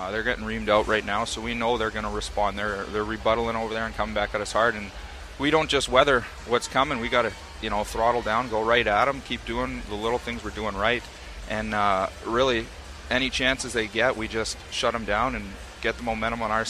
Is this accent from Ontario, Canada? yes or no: no; Edmonton, Alberta, Canada; moved away; Growing up in Alberta, I got picked between the Flames and the Oilers.